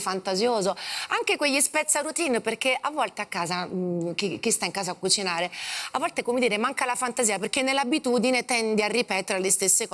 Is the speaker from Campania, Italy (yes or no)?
yes; Sorrento, Campania, Italy; also born or lived in Paris, France; Io sono nata a Parigi e mio papà lavorava per una grande catena alberghiera a Parigi